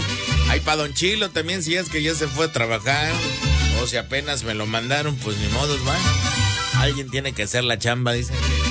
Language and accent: Spanish; Pijijiapan, Chiapas, Mexico; yo soy de por allá, de... Bueno, no exactamente del Llanito, pero sí soy soy del municipio de Pijijiapan, bueno, de este pueblo que me vio nacer y crecer.